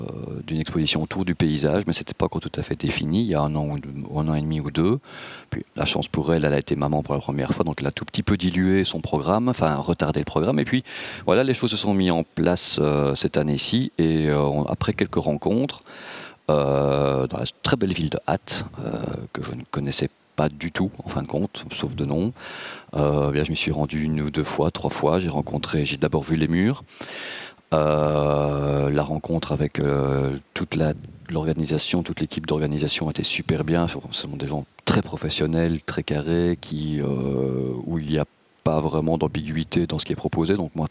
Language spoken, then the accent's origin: French; Wallonia, Belgium; enfin, je suis belge, wallon, barvotois